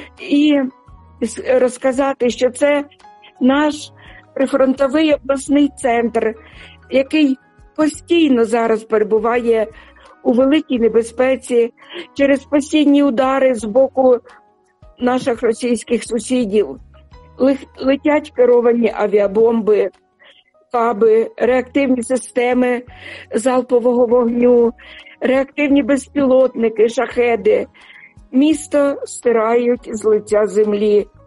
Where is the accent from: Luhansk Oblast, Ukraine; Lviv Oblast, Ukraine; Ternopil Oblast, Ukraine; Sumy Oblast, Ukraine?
Sumy Oblast, Ukraine; Sumy; moved away; я хочу передати вітання на Україну, у моє рідне місто Суми.